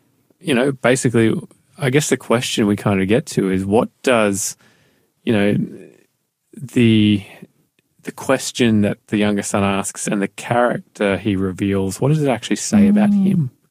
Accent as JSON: {"language": "English", "town": "Newcastle", "region": "New South Wales", "country": "Australia", "lives_now": "Melbourne, Australia", "said": "And when I'm in Australia … from Melbourne. Although usually I say, I'm from Newcastle, because that's kind of my cultural identity as well."}